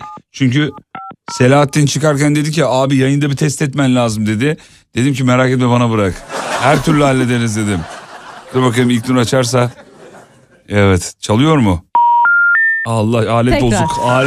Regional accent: Kocaeli, Turkey; Ben bir Kocaeli'yi biliyorum, o da memleketim olduğu için biliyorum galiba.

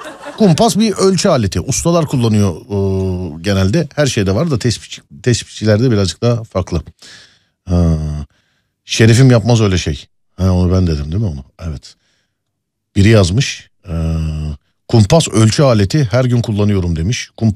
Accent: Kayseri, Turkey; Ben Kayseriliyim.

